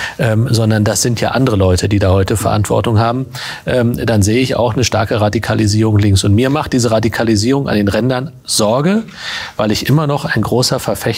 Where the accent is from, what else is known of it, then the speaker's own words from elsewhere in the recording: East Germany, Germany; Ich komme aus dem Osten